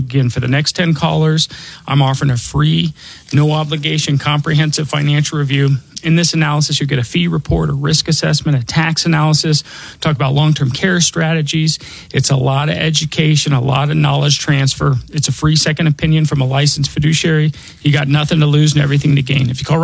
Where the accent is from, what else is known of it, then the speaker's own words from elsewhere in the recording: Denver, Colorado, United States; I was born and raised here in Denver. I'm not just licensed here. I was born here. I was raised here. This is where I call home.